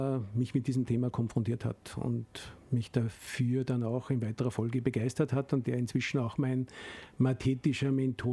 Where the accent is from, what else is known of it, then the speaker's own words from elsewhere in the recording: Steyr, Upper Austria, Austria; born there; now in Wolfsberg, Austria; Ich bin ein Kind der 60er Jahre, geboren 1964 in Steyr in Oberösterreich, lebe mit meiner Familie in Kärnten in Wolfsberg